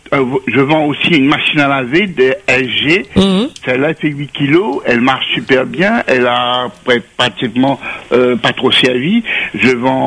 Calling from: Saint-Pierre, Réunion; moi, je suis sur Saint-Pierre.

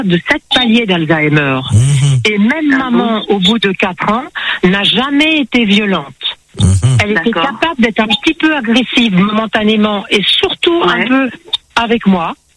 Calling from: Paris, Île-de-France, France; moi j'habite sur Paris à Montmartre

